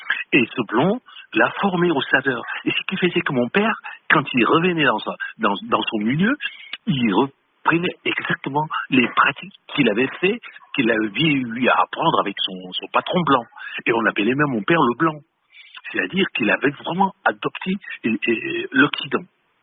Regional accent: Cameroon; now in France; quand je suis parti du Cameroun et que j'arrive en France, les manioc que je vois dans les étals, je n'en reviens pas.

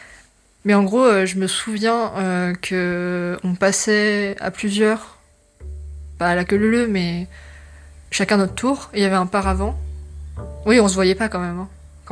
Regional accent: Auvergne-Rhône-Alpes, France; J'ai grandi en Haute-Savoie, disons que mon parcours n'a pas été hyper facile.

